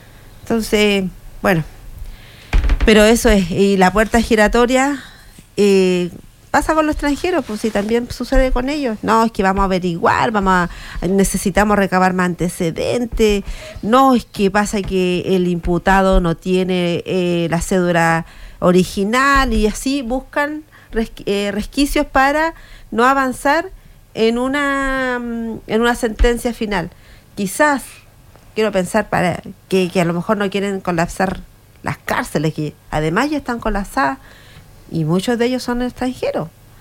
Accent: Chile; a uno como chileno

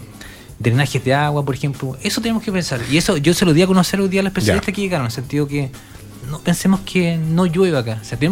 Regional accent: Chile; nosotros como chilenos

